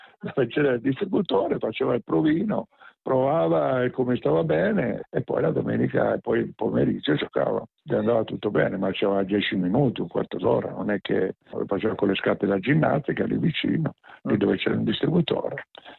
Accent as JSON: {"language": "Italian", "region": "Tuscany", "country": "Italy", "tie": "born or raised there", "said": "Sono originario della provincia di Pisa, mi mettono tutti Siena, ma io no, provincia di Pisa"}